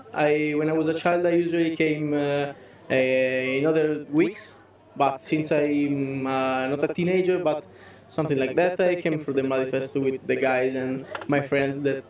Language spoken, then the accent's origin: English; Italy; I'm from Italy.